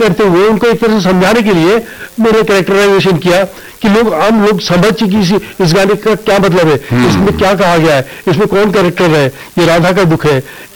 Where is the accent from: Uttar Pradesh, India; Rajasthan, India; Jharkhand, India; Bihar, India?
Rajasthan, India; Jaipur; अधिकारी था, हिंदी का लिमिटेड उसमें सब कुछ था, जयपुर मेरे पूरा खुला मंच था